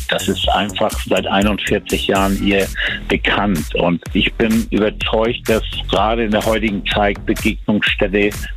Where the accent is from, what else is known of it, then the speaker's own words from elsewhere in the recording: Schleswig, Schleswig-Holstein, Germany; wo kommst du her, auf Schleswig?